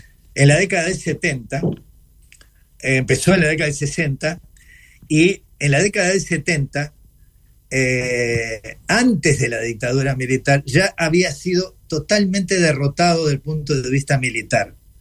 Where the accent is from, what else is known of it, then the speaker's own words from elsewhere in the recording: Uruguay; Yo soy ciudadano de la República Oriental del Uruguay